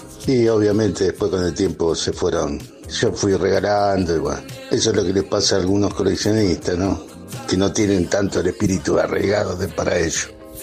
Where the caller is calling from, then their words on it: San Fernando, Buenos Aires Province, Argentina; de San Fernando